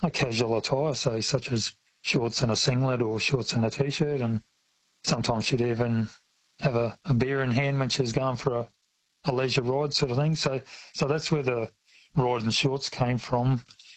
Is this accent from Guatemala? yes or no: no; Australia; Being an Aussie, that's always been keen to have a go doing whatever you can yourself.